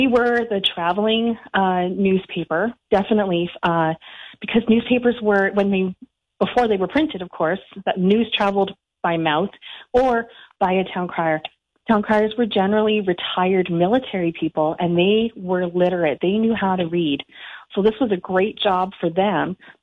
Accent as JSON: {"language": "English", "town": "Collingwood", "region": "Ontario", "country": "Canada", "tie": "born or raised there", "also_born_or_lived": "Ottawa, Canada", "moved": "as an adult", "lives_now": "Hanover, Canada", "said": "Collingwood, Ontario, my hometown."}